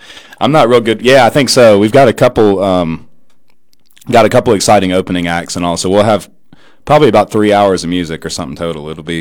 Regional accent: Virginia, United States; I grew up in Dinwiddie County and then a lot of my family's from Washington County. So I kind of went back and forth some between the two.

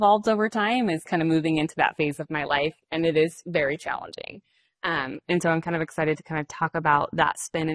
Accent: Oregon, United States; I am born and raised in Douglas County. I have a young family.

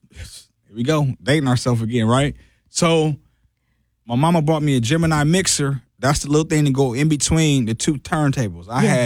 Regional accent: Milwaukee, Wisconsin, United States; East side of Milwaukee, man.

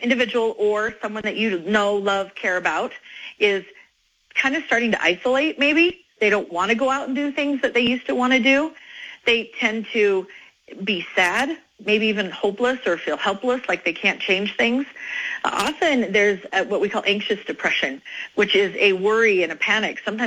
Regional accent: Idaho, United States; I am from Idaho, and so a lot of rural areas, so a lot of space between providers.

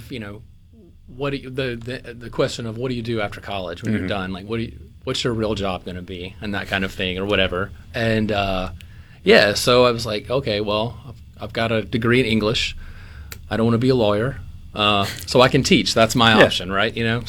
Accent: Lexington, Mississippi, United States; also born or lived in Louisiana; my hometown of Lexington, Mississippi.

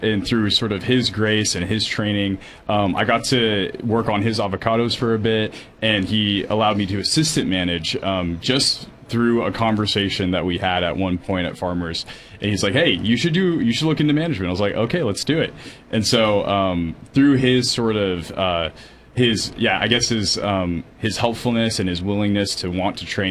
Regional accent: Sacramento, California, United States; I come from Sacramento, California, up in the foothills, yeah, next to Auburn. I grew up doing mandarin work and being a part of some of the farmers markets up there.

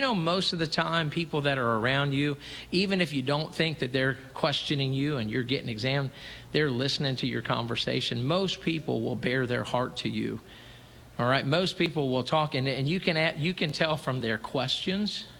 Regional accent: United States; I'm just telling you who I am. I'm an American and I'm free

